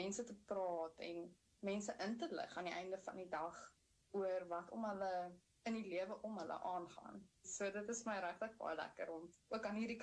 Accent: Johannesburg, Gauteng, South Africa; moved away as an adult; now in New Zealand; Ek kom van die Wesrand in Johannesburg en ek het wonderlike grootwordjare gehad.

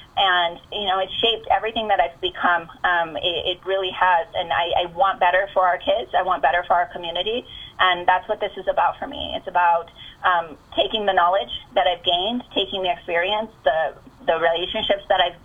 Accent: Albuquerque, New Mexico, United States; born there; Actually didn't grow up completely here. I was born in Albuquerque, and I was born into a place that's commonly referred to as the war zone.

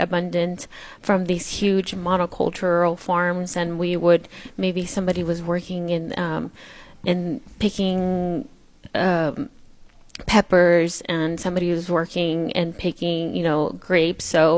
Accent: Madera, California, United States; also born or lived in San Jose, California; I grew up in Central California. I grew up in a small town, a rural town called Madera, California. And my parents were farm workers. I was a child farm worker as well, one of seven children.

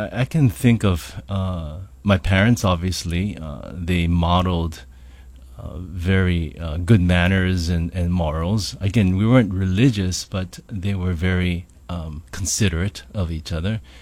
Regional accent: Honolulu, Hawaii, United States; Well, I grew up from the Valley of Manoa. I was born and raised there in a lovely valley and just enjoyed life growing up in that valley.

